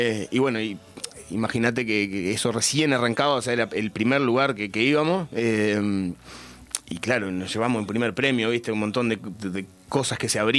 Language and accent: Spanish; Treinta y Tres, Uruguay; also born or lived in Melo, Cerro Largo; Yo soy prestado ya, porque si bien nací en Melo, la realidad es que me crié muy, muy cerca. O sea, lo más cerca que tenía era Santa Clara. Entonces, desde chiquito, bueno, siempre los vínculos, la familia, los amigos, el liceo, todo, ¿viste? Entonces, de alguna manera soy medio adoptivo ya.